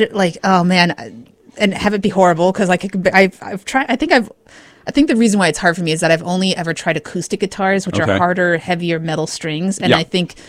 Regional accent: Barre, Vermont, United States; I grew up in Barry City

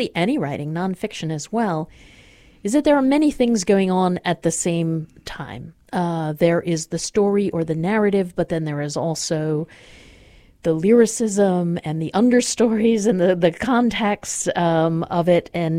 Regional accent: Atlantic City, New Jersey, United States; born there; But I was born in Atlantic City and spent my summers down there with relatives, and still have relatives there, and I know these channels.

